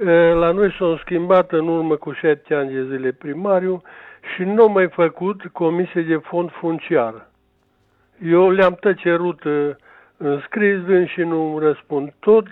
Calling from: Doleni, Romania; Sunt româna de la Doleni

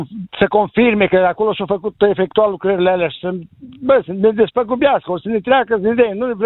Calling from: Călinești-Oaș, Satu Mare County, Romania; Eu sunt din Călinești Oaș.

